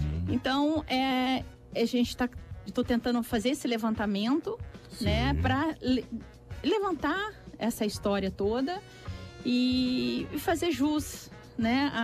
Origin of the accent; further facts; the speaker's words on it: Franca, São Paulo, Brazil; Então, com a família, nós somos do interior de São Paulo, de Franca.